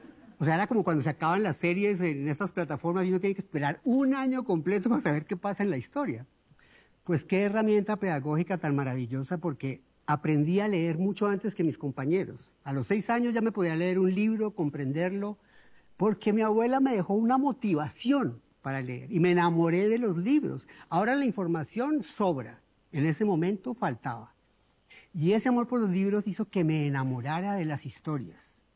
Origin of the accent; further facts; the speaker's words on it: Colombian Andes, Colombia; Sigo siendo un niño de pueblo, nacido y criado en los Andes colombianos